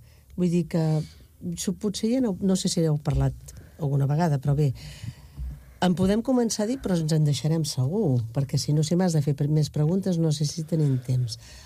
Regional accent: Arenys de Mar, Catalonia, Spain; com sabeu que jo soc d'Arenys

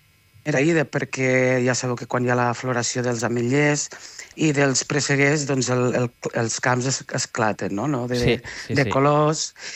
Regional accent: Catalonia, Spain; born or raised there

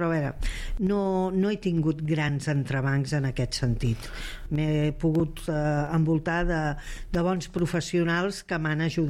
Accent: Catalonia, Spain; I jo, com a bona catalana, vaig preguntar, el preu és el mateix?

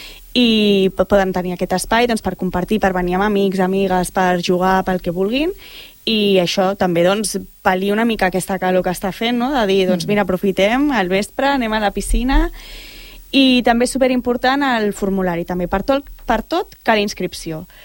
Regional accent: Sant Boi de Llobregat, Catalonia, Spain; Com a jove, jo també, que encara soc de Sant Boi

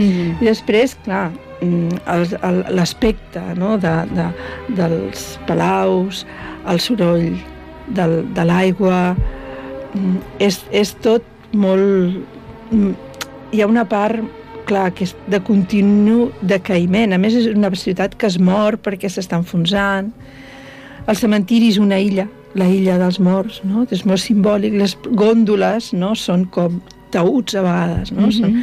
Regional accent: Catalonia, Spain; now in Valencia, Spain; no, no, soc catalana

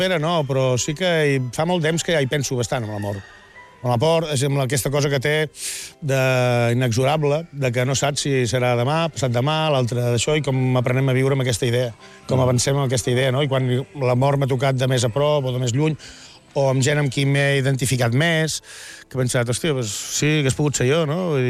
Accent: Vilanova i la Geltrú, Catalonia, Spain; la meva infància al barri de Sant Joan d'aquí a Vilanova sí que la recordo com una cosa curiosa

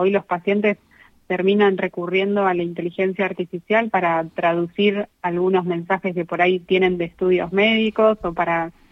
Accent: Argentina; Pero bueno, primero soy argentina, no sé si se nota por cómo hablo.

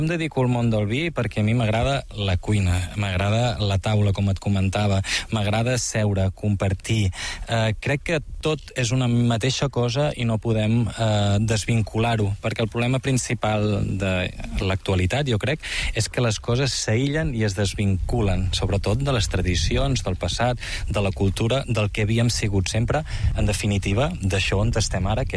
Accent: Girona, Catalonia, Spain; Jo soc de Girona, aquesta també és bona, i estic aquí a l'Albera visquent.

